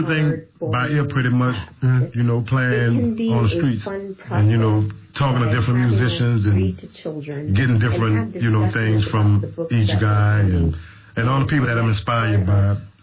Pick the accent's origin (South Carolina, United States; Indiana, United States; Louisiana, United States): Louisiana, United States; New Orleans; Yep, we all was born and raised in the Treme.